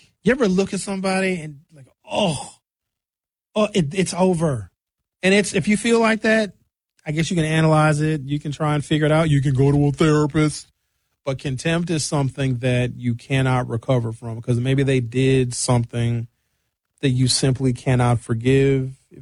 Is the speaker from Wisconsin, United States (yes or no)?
yes; Brown Deer, Wisconsin, United States; I know people I grew up with in Brown Deer that went to prom, got married, have kids